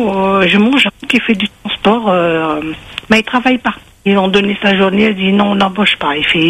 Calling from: Pays de la Loire, France; je suis de Vendée, moi, 85.

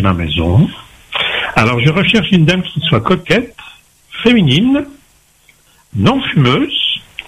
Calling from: La Possession, Réunion; Alors, j'habite à la Possession.

